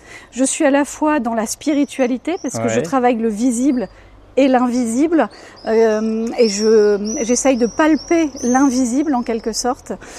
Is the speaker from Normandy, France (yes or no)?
yes; Bayeux, Normandy, France; Mais presque, puisque j'ai grandi à Bayeux.